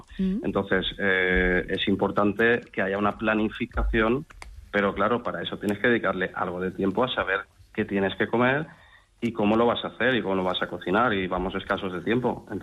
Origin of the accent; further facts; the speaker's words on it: Valencia, Valencian Community, Spain; Yo soy mediterráneo, como todos los españoles, pero yo soy de Valencia, que estoy mucho más cerca.